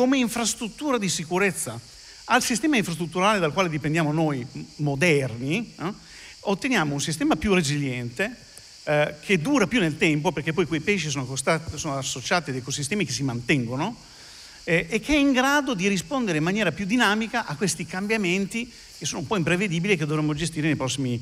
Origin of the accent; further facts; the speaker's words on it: Emilia-Romagna, Italy; io vengo dall'Emilia Romagna